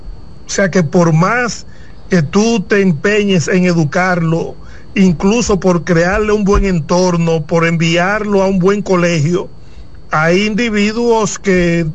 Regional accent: San Cristóbal, Dominican Republic; Nosotros, tú y yo, crecimos en San Cristóbal

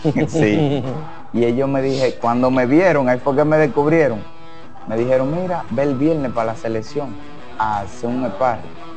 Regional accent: Dominican Republic; yo tengo que despertarme de madrugada en mi pueblo. Sí. Está casi a 3 horas de aquí.

